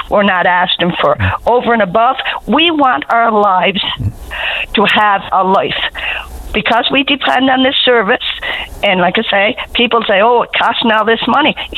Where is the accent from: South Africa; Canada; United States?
Canada; Fort McMurray, Alberta; when I came to Belle Island, I came from Fort McMurray, Alberta.